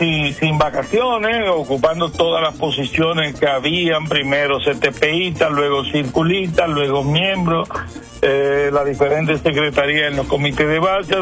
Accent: San Francisco de Macorís, Duarte, Dominican Republic; moved away as an adult; now in Puerto Rico; yo soy de San Francisco de Macorís. Soy el primer hijo de mi mamá, de cuatro que éramos.

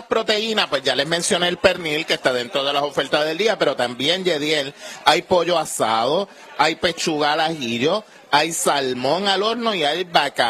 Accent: Puerto Rico; yo soy bien boricua.

